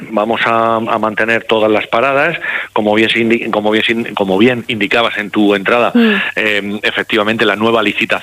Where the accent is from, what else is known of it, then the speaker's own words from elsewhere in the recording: Alquerías, Region of Murcia, Spain; somos de Alquerías